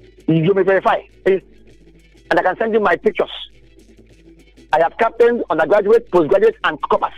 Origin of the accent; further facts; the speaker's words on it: Nigeria; when I was growing up in Abolochi